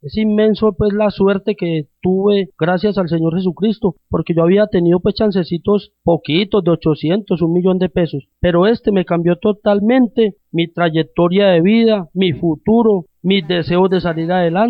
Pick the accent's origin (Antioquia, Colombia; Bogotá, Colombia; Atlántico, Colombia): Antioquia, Colombia; Apartadó; De apartado Antioquia, Urabá, la zona de Urabá.